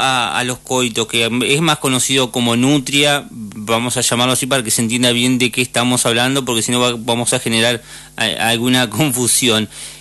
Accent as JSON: {"language": "Spanish", "town": "Victoria", "region": "Entre Ríos", "country": "Argentina", "said": "Sí, somos de Victoria."}